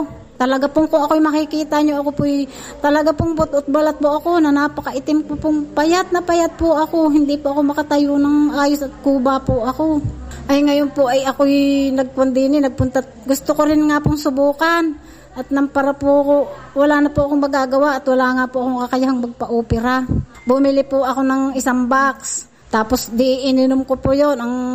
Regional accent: Calapan, Mimaropa, Philippines; ng 50 taon na po ako at taga Puting Tubig po ako, Calapan City.

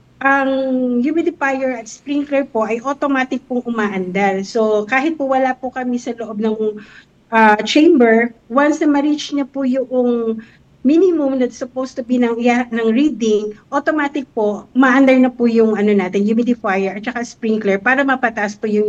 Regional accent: Central Luzon, Philippines; Yes po, taga-Bulacan po ako

